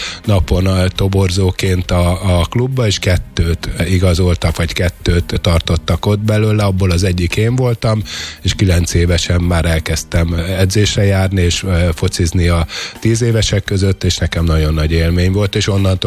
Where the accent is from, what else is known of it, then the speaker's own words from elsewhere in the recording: Budapest, Hungary; lakótelepen nőttem föl, a lakatos lakótelep az a 18. kerületben található, nem messze a Honvéd pályától